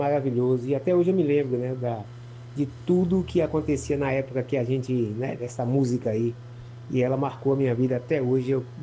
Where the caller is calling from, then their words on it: Salvador, Bahia, Brazil; Salvador, Bahia.